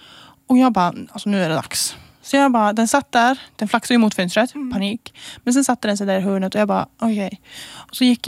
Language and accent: Swedish; Kvikkjokk, Norrbotten County, Sweden; det är som när man är hemma i Kvikkjokk